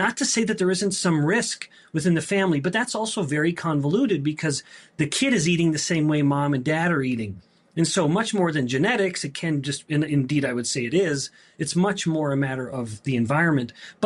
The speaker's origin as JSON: {"language": "English", "country": "Canada", "said": "as a Canadian boy"}